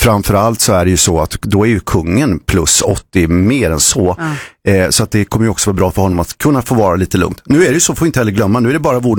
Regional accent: Vetlanda, Jönköping County, Sweden; Vi är ju båda från Vetlanda.

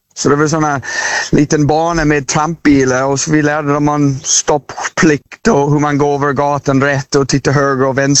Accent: Vancouver, British Columbia, Canada; Swedish is a second language; moved away as an adult; now in Sweden; Det var min hemstad i Vancouver

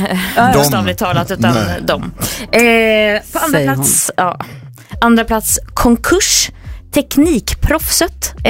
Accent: Värmland, Sweden; accent: Värmland dialect; Jag får köra min värmländska dialekt.

